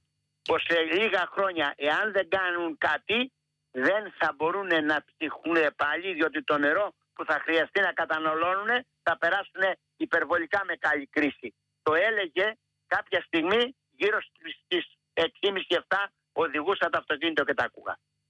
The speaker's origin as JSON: {"language": "Greek", "town": "Kalavryta", "region": "Peloponnese", "country": "Greece", "said": "γιατί κατάγομαι από Πελοπόννησο, Μανώλη, και από Καλάβρητα, Μανώλη"}